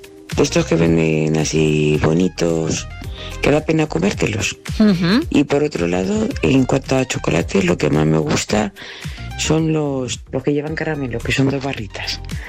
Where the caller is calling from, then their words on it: Madrid, Community of Madrid, Spain; de Madrid.